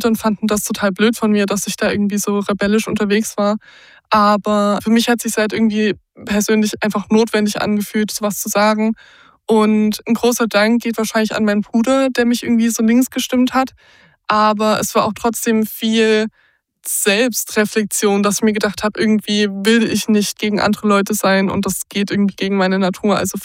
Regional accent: Saxony, Germany; Ich zum Beispiel, ich bin im Osten aufgewachsen, ich bin in Sachsen aufgewachsen, im tiefsten Dorf.

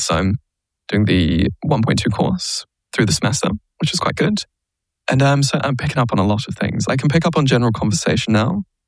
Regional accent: Australia; I'm from Australia. So I'm currently studying at UCS, but I'm on exchange at KIT.

